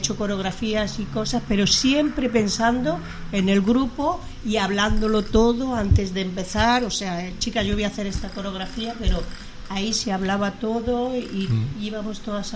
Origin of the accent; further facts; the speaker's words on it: Andalusia, Spain; Yo no soy extremeña, soy andaluz.